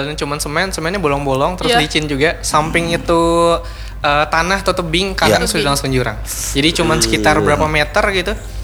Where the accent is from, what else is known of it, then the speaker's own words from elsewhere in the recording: Kotabaru, South Kalimantan, Indonesia; moved away; Saya asli Kota Baru